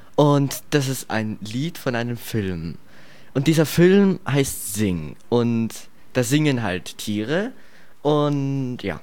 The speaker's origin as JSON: {"language": "German", "town": "Bad Goisern", "region": "Upper Austria", "country": "Austria", "said": "Ich komme aus Bad Gäusern."}